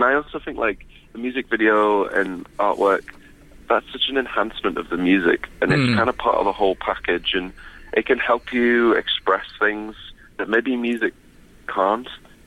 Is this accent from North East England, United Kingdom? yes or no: yes; Sunderland, North East England, United Kingdom; moved away as an adult; now in Brighton, United Kingdom; It's not where I was brought up. I was brought up in Sunderland, but I moved to Brighton a couple of years ago, and now I reside here.